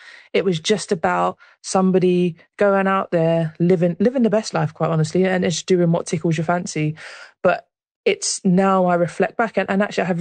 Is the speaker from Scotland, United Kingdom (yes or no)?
no; London, United Kingdom; accent: South London; because I didn't realise I have an accent until I speak to other people who are not from South London. And I go, oh, yeah, I actually sound quite different.